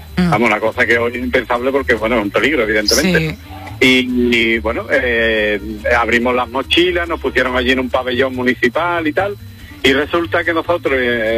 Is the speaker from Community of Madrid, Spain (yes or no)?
no; Jerez de la Frontera, Andalusia, Spain; en Jerez, yo soy de Jerez.